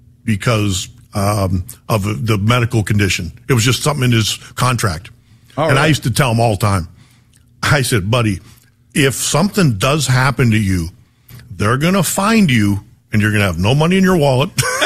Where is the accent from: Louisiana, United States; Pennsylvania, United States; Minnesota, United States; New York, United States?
Pennsylvania, United States; I grew up in Western Pennsylvania, mm-hmm. which is very Midwest.